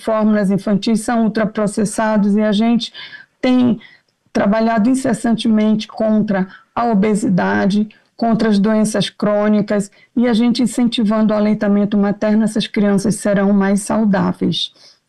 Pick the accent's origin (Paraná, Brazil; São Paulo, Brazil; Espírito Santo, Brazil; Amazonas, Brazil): Amazonas, Brazil; Eu sou do Amazonas